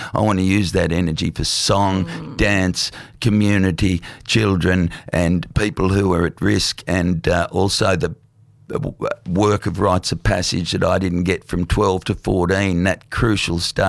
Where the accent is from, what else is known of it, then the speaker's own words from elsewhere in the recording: Lismore, New South Wales, Australia; as a kid when I was growing up in Lismore in the 80s